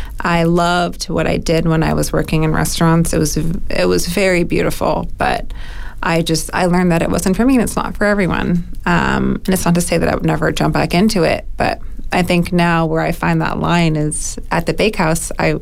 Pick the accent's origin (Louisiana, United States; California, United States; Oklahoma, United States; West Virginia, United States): Louisiana, United States; New Orleans; I am from New Orleans, born and raised, and I think much like a lot of us who grew up here, I definitely grew up around food and I grew up in the kitchen